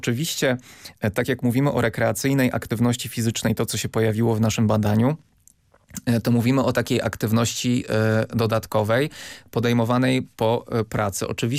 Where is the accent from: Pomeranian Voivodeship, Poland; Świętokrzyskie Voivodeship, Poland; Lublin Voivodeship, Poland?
Lublin Voivodeship, Poland; Ja pochodzę z niedużego miasta na Lubelszczyźnie i tam są siłownie na świeżym powietrzu. Moi rodzice, którzy nadal mieszkają w moim mieście, korzystają z tych siłowni